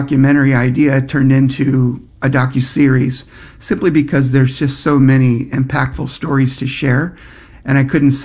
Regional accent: St. Louis, Missouri, United States; moved away; I was actually born and raised in St. Louis

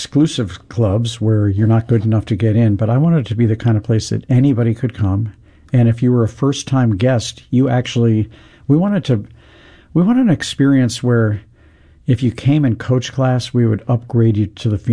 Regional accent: St. Louis, Missouri, United States; moved away; also born or lived in New York City; when I grew up in St. Louis.

